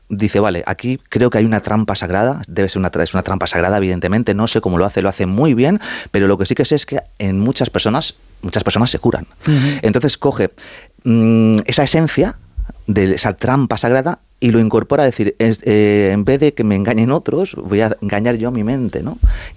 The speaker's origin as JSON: {"language": "Spanish", "town": "Madrid", "region": "Community of Madrid", "country": "Spain", "said": "mis padres son argentinos, yo soy madrileño."}